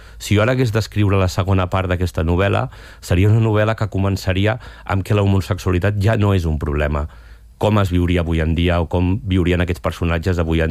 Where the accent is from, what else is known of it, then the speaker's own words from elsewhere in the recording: Sant Pau de Segúries, Catalonia, Spain; un homenatge al poble d'on soc, de Sant Pau de Segúries